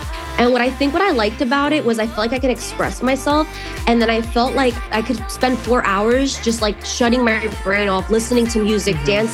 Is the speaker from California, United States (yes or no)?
no; New York City, New York, United States; when I was growing up in New York